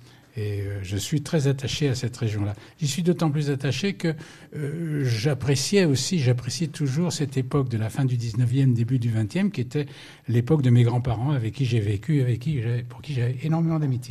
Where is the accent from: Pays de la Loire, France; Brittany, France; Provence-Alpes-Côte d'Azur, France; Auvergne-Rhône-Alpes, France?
Auvergne-Rhône-Alpes, France; Saint-Romain-les-Atheux; born there; moved away; also born or lived in Le Chambon-Feugerolles / Paris; je suis né donc au Chambon-Féjolles, c'est vrai. Tout petit, je suis venu à Saint-Romain-les-Athées avec mes grands-parents.